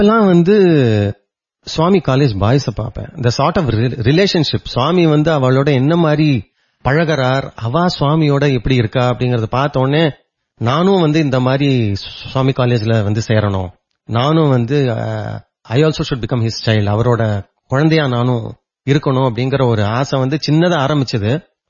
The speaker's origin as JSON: {"language": "Tamil", "town": "Chennai", "region": "Tamil Nadu", "country": "India", "tie": "born or raised there", "also_born_or_lived": "Madurai / Salem"}